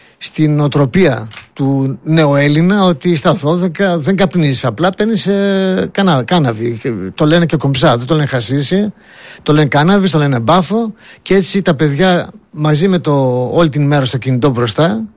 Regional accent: Greece

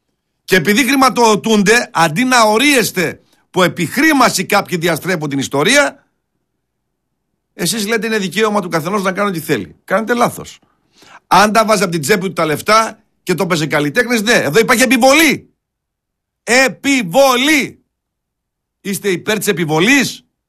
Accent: Greece

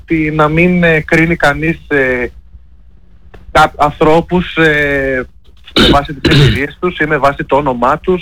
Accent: Kavala, Eastern Macedonia and Thrace, Greece; moved away; κατάγομαι από την Καβάλα και ήμουνα στη φάση του να μείνω να φύγω από την Καβάλα.

